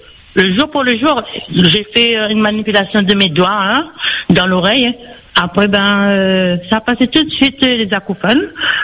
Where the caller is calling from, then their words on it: East of Réunion, Réunion; Oui, seulement il habite à Saint-Louis, moi j'habite en l'Est.